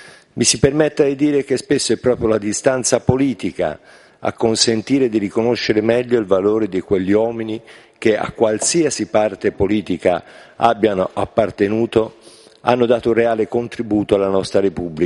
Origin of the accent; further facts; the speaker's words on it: Tuscany, Italy; quella che è anche la mia terra